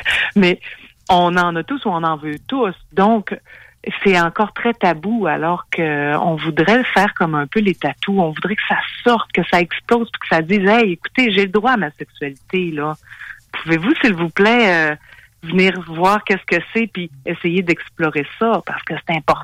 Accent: Saguenay, Quebec, Canada; on vient du Saguenay

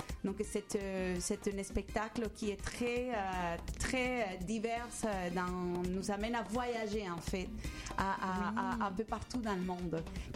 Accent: Colombia; French is a second language; now in Quebec City, Canada; Ça fait longtemps qu'on habite à Québec. On vient de la Colombie

